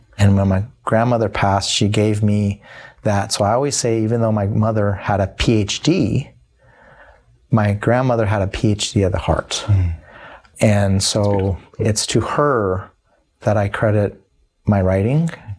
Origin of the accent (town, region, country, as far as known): Tempe, Arizona, United States; born or raised there